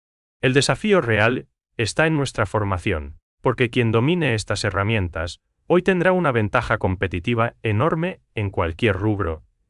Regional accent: Paraguay; cómo nosotros como paraguayos nos adaptamos a estas nuevas herramientas para multiplicar nuestra productividad

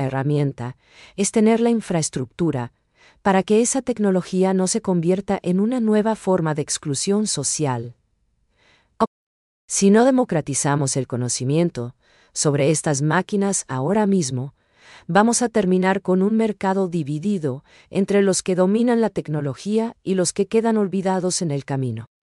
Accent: Paraguay; esa calidez que nos identifica como paraguayos

